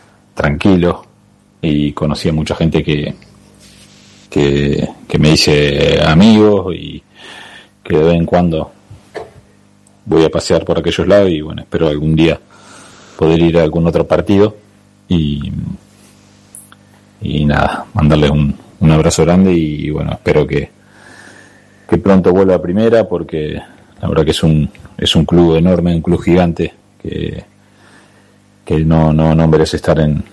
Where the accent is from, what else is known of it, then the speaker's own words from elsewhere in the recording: Ramallo, Buenos Aires Province, Argentina; now in Trenel, Argentina; Me ha tocado dirigir la liga nicoleña en mi zona, de donde soy yo, de Ramallo